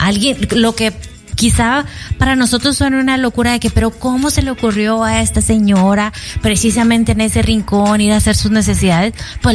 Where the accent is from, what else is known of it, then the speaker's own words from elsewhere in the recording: Mexico; yo como mexicana